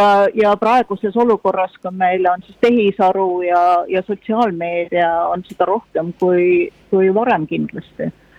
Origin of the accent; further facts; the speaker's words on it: Saare County, Estonia; now in Cambridge, United Kingdom; No Saaremaa on kodusaar. Ma sündisin Saaremaal, kesed Saaremaad